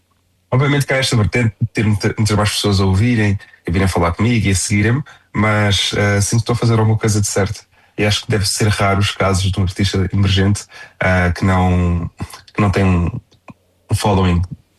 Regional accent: Portugal; eu sei que tu és português, eu também

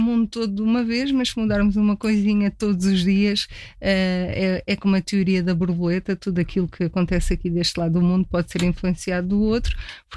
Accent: Queluz, Lisbon, Portugal; O gosto pela terra, pela minha terra, onde nasci e vivi toda a vida

